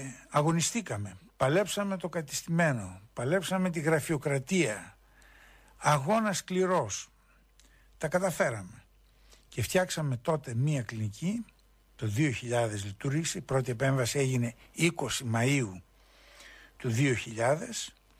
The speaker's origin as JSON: {"language": "Greek", "region": "Peloponnese", "country": "Greece", "also_born_or_lived": "Thessaloniki", "moved": "yes", "said": "διότι είμαι και εγώ από την Πελοπόννησο."}